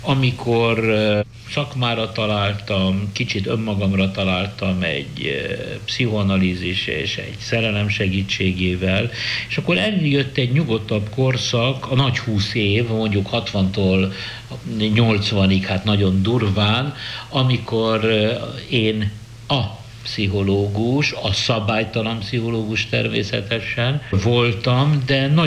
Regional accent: Budapest, Hungary; kezdőfázis, amikor én lipotvárosi, polgári, jól nevelt, vallásos zsidó kisfiú vagyok. 1933-tól, amikor születtem, mondjuk tart 43-44-ig az első 10 év.

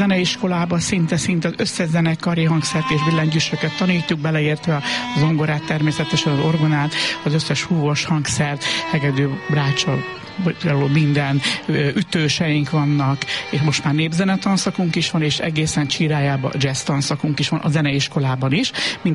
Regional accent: Košice, Košice Region, Slovakia; moved away; oda-haza felvidéken Kassán édesapám egyházkarnagy volt, és gyakorlatilag mivel nem volt hova tenniük, a szüleimnek nem voltak közelben nagyszülők se, így hát én a kóruson nőttem föl egészen kicsi gyerekként

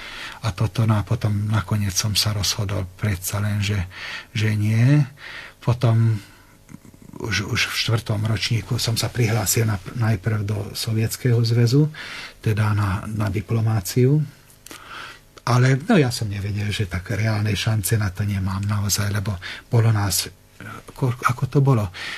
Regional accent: Hungary; also born or lived in Bratislava, Slovakia; ako bolo doma v Maďarsku.

